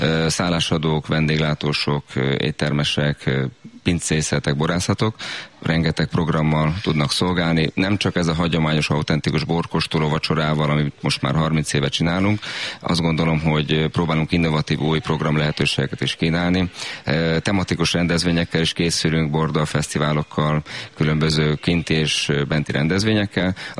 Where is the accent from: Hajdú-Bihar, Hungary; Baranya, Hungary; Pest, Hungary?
Baranya, Hungary; Villány; born there; Hát én is itt születtem Villányban